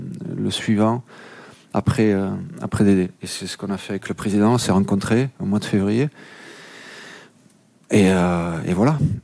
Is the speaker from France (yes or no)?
yes; France; toutes ces personnes qui ont œuvré à ce qu'on puisse gagner cette Coupe du Monde chez nous en France.